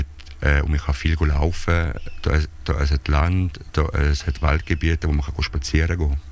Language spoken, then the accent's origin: German; Wittenbach, St. Gallen, Switzerland; born there; also born or lived in Zabern; Ich bin zuerst in Zabern aufgewachsen und dann später bin ich nach Wittenbach gezügelt und bin nachher dort noch fertig.